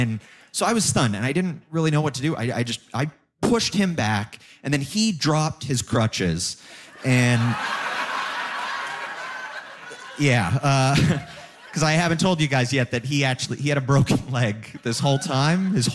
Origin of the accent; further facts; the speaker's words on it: Hamilton, Ontario, Canada; moved away; I'm from Hamilton originally